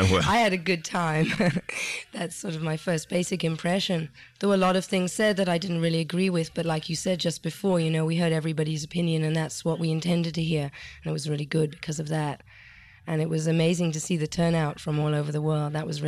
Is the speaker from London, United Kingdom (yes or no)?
yes; London, United Kingdom; I was raised in London, England.